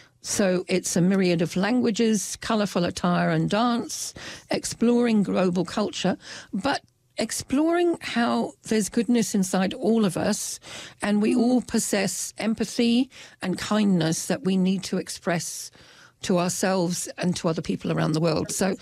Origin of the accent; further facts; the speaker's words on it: England, United Kingdom; now in New Zealand; And in fact, I come from England, so I'm still